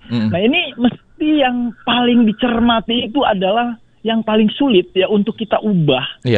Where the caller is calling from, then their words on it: Karawang, West Java, Indonesia; Jadi kesimpulannya dari kami dari Karawang, mohon maaf bahwa ini mental dari tingkat atas maupun bawah mesti dibenahi.